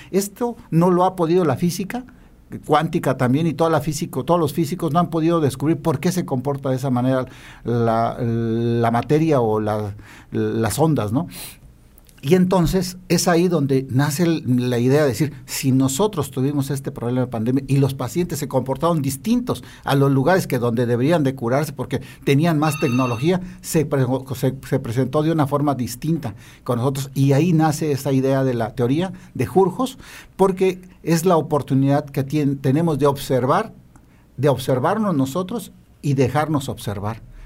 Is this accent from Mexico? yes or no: yes; Comitán, Chiapas, Mexico; ahí en mi pueblo, en Comitán, yo soy de Comitán